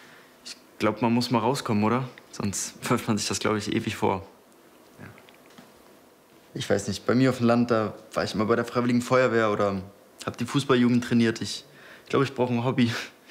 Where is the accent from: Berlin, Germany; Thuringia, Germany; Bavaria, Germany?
Thuringia, Germany; Tiefengruben; Aus tiefen Gruben. Das ist ein ganz kleines Nest in Thüringen. Aber wir haben mal den Preis für eines der schönsten Dörfer Deutschlands gewonnen.